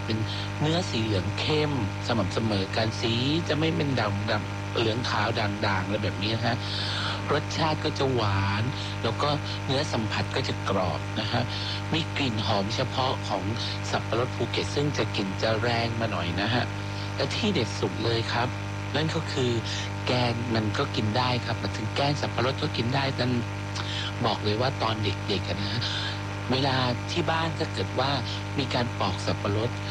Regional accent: Phuket, Thailand

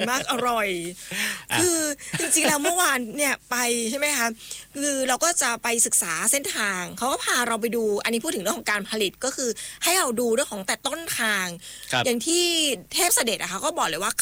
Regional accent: Chiang Mai, Thailand; เราเป็นคนเชียงใหม่เอง

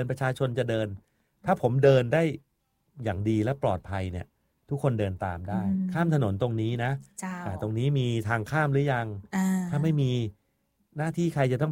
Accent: Bangkok, Thailand; moved away as an adult; now in Lamphun, Thailand; ผมซึ่งเป็นคนกรุงเทพมากกว่าครึ่งชีวิตเนี่ยนะ

